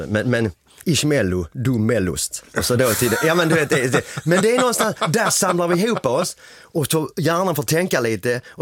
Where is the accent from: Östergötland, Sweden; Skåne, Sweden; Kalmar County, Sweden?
Skåne, Sweden; Helsingborg